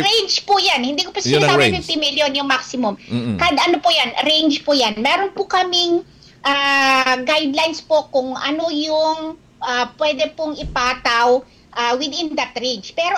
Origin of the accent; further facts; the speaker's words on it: Ilocos Region, Philippines; Taga Ilocosur po ako. Ilocano po